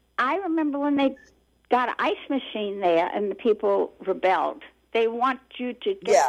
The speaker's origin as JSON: {"language": "English", "town": "New Orleans", "region": "Louisiana", "country": "United States", "tie": "born or raised there", "said": "growing up in New Orleans."}